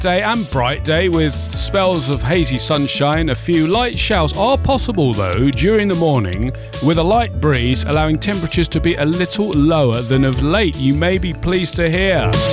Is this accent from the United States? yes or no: no; United Kingdom; Because that's us, we're British.